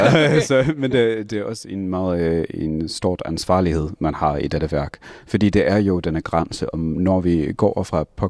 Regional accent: Hungary; Danish is a second language; now in New Jersey, United States; jeg kommer fra Ungarn, og min mormors mor, jeg ved ikke, hvordan man siger det på dansk, har studeret med hans

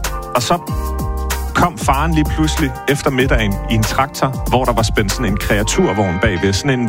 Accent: Region of Southern Denmark, Denmark; moved away; vi tog ned sydpå, hvor jeg er fra.

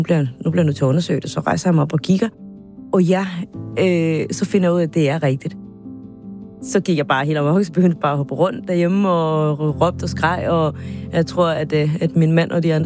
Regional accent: Venezuela; now in Denmark; Så det her med at undersøge, jamen altså, hvor slemt er det? Det jeg gør, det er, at jeg hører radio, altså lokal radio fra Venezuela.

